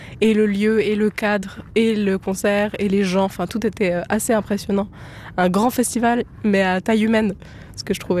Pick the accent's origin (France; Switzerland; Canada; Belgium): Switzerland; Jura; moved away as an adult; Je viens du Jura, donc j'étais pas ici. Et quand je suis arrivée pour la pré-pro à Lausanne